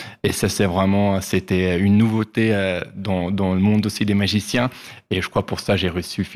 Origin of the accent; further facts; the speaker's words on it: Valais, Switzerland; c'est bien du Fontan, parce que moi, je suis valaisan.